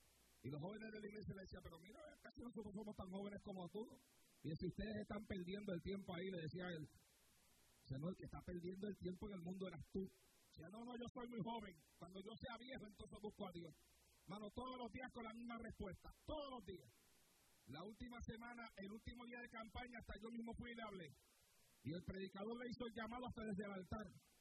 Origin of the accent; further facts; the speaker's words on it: Santa Isabel, Puerto Rico; allá en mi pueblo, en Santa Isabel, con la iglesia que yo pastoreaba allá en Puerto Rico.